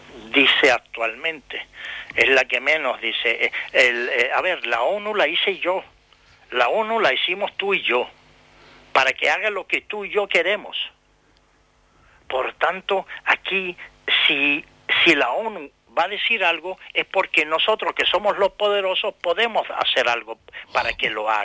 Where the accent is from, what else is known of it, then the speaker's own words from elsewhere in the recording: Palestine; moved away; convirtiendo a la gran mayoría de los palestinos en refugiados y viviendo fuera del país. A mi casa, mi tierra, me la quitaron